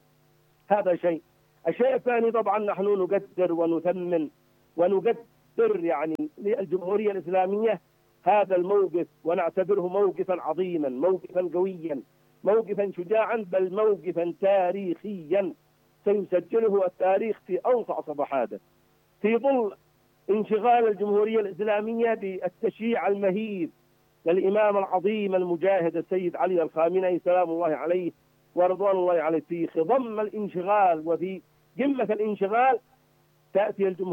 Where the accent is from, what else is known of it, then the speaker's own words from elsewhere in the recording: Yemen; ونحن كشعب يمني شعب حر